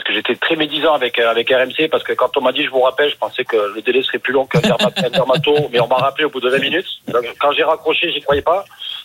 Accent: Montpellier, Occitanie, France; moved away as an adult; now in Paris region, France; Je suis originaire de Montpellier, là je suis en région parisienne pour le travail.

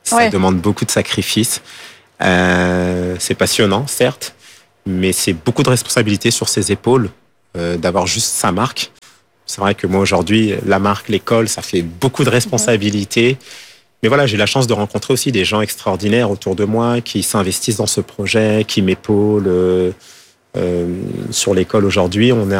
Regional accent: Île-de-France, France; J'ai grandi, je suis né à Paris 18e, mais j'ai grandi en banlieue

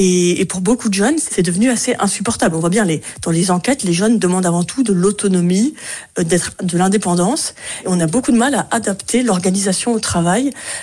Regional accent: Paris, Île-de-France, France; moi, je suis parisienne

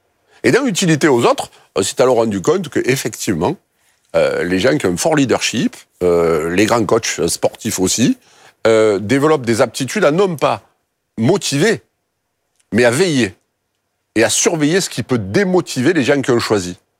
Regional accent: Marseille, Provence-Alpes-Côte d'Azur, France; Il a échappé à personne que mon authenticité s'entend toujours, pique un peu les yeux, mon accent, c'est un peu l'ail. Mais en fait, c'est d'où je viens, c'est mon histoire, en fait.

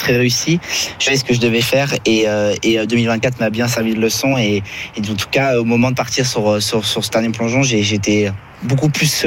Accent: Lyon, Auvergne-Rhône-Alpes, France; Moi, j'ai grandi à Lyon. J'ai fait primaire, collège, lycée là-bas, et en collège j'étais à Saint-Louis-Saint-Bruno

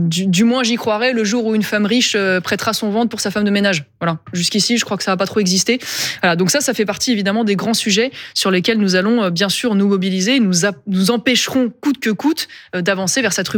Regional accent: France; en fait, nous sommes des Européens, nous sommes des Français, et donc à ce titre, c'est d'abord en tant qu'Européens et Français qu'on doit raisonner.

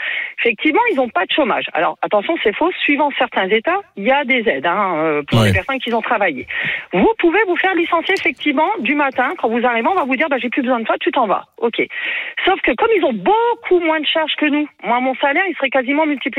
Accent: France; Et pourtant, je suis française, hein.

